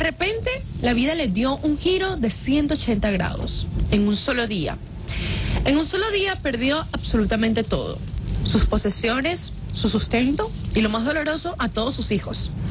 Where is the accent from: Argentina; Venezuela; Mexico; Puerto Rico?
Venezuela; pudieron pasar lo que estamos pasando como venezolanos